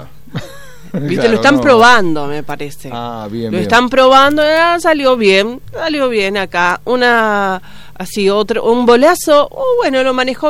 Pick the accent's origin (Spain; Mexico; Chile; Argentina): Argentina